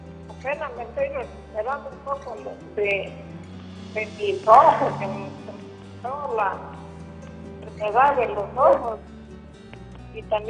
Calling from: Orizaba, Veracruz, Mexico; hablo de Orizaba

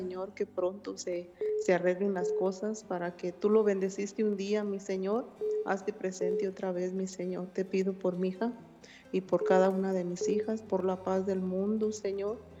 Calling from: Jacona, Michoacán, Mexico; De Jacona, Michoacán.

